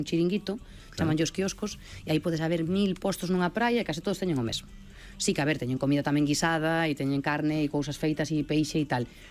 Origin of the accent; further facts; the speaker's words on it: Galicia, Spain; pero que sendo español e galego, pois é moi sí, complicado, tes o nivel moi alto, non?